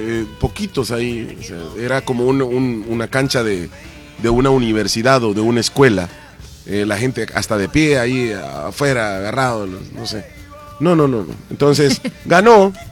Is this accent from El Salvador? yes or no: yes; El Salvador; somos del Salvador.